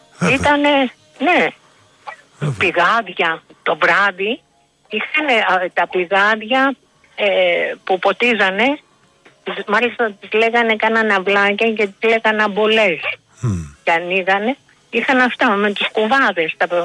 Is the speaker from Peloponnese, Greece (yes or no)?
no; Athens, Attica, Greece; born there; also born or lived in unnamed home village; Ίσως γιατί και εδώ τώρα, δηλαδή που ήρθαμε στην Αθήνα, εγώ δεν έζησα στην πόλη. Ο Ταύρος ήταν περιβόλια.